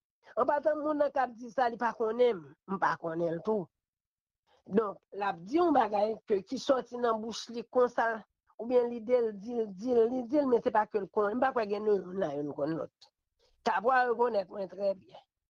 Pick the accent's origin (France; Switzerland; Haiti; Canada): Haiti; Donc, moi-même, je voulais nous être ensemble en tant qu'Haïtien